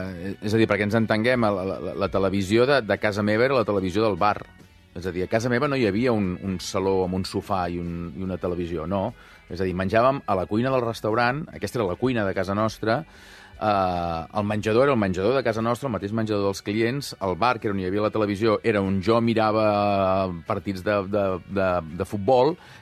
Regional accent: Sant Feliu de Buixalleu, Catalonia, Spain; el meu poble, Sant Feliu de Buixalleu, molt petit, que allà no hi havia res

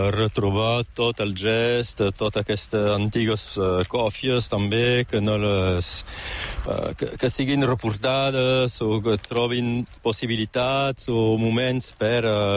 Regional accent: Perpignan, Occitania, France; born there; Catalan is a second language; De néixer a Perpinyà me semblava natural

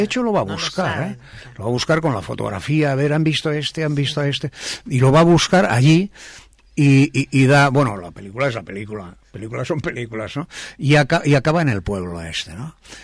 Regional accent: Spain; conocen España mejor que nosotros siendo españoles

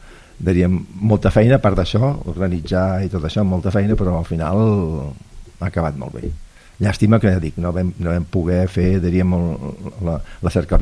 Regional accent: Barcelona, Catalonia, Spain; Jo potser perquè sóc de Barcelona i em moro de calor, no?

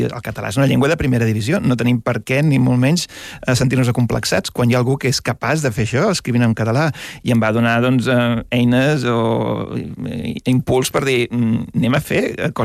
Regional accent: Catalonia, Spain; first language Catalan; moved away as an adult; also born or lived in England; Jo vivint a fora, com a migrant que sóc, Catalunya és el meu punt de referència, és el lloc on sé que sóc, que hi ha la meva gent.

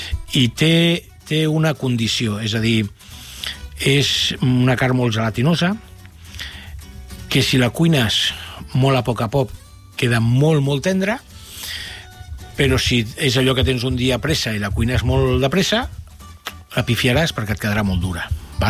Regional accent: Cervelló, Catalonia, Spain; la setmana passada va ser fira al meu poble, a Cervelló.

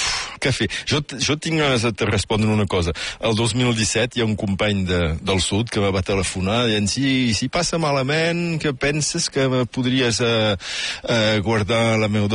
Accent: Catalonia, Spain; I bé, som catalans.

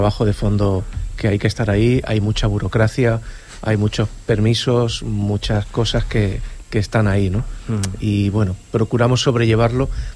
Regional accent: Viladecans, Catalonia, Spain; yo como persona que soy de Viladecans

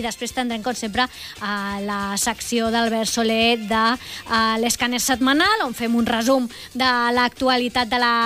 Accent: Balearic Islands, Spain; Jo sóc mallorquina, segur que no existeix a Mallorca aquesta paraula.

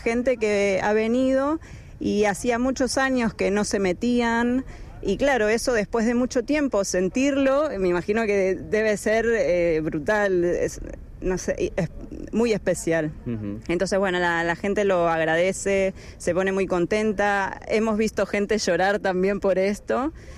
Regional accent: Argentina; moved away; yo vengo de Argentina con una formación de un año

